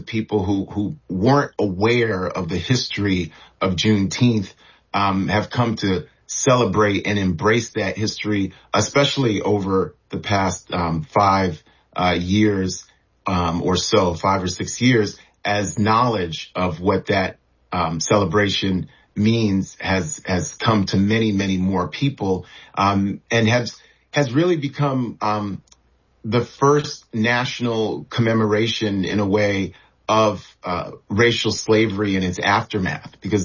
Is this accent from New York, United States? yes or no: yes; New York City, New York, United States; I grew up in Brooklyn and Jamaica, Queens, New York